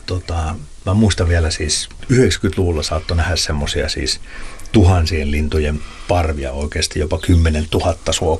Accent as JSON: {"language": "Finnish", "town": "Pori", "region": "Satakunta", "country": "Finland", "said": "Mä muistan 80-luvulla, niin kun mä olen Porista kotoisin, niin siellä oli vielä suokukkoja soittimia, ja niitä pesi siellä rantaniityllä."}